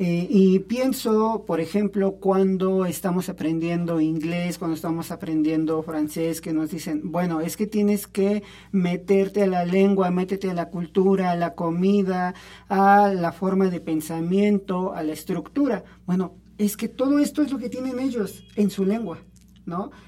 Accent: Mexico; first language Spanish

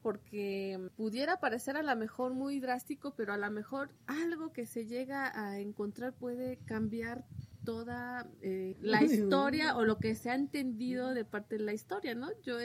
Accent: Huauchinango, Puebla, Mexico; yo soy de la Sierra Norte, de Huauchinango, Puebla, y desde muy niña acostumbrábamos a ir de exploración, sí, mis hermanos y yo. Fue una zona que en su momento estuvo bajo el agua y hay muchos amonites.

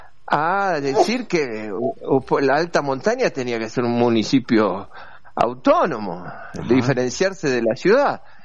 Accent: Buenos Aires, Argentina; siendo un porteño, vamos a decir así, era una materia

